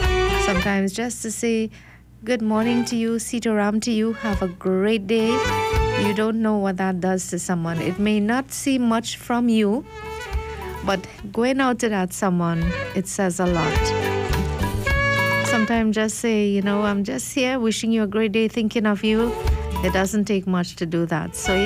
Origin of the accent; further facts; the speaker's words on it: Princes Town, Trinidad & Tobago; And I grew up in the Southland, more in the Princestown area, and I must say that we celebrated all religions.